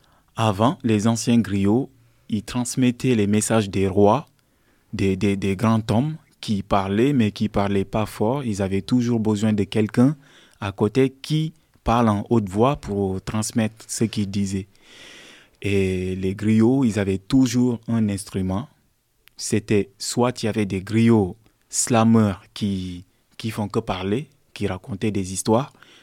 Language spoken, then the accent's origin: French; Senegal; j'ai grandi au Sénégal, donc, et c'est ma mère qui m'a éduqué. Et c'est comme ça que je me suis vu un peu plus comme un Sénégalais, comme un Guinéen, parce que je connais plus la culture sénégalaise que la culture guinéenne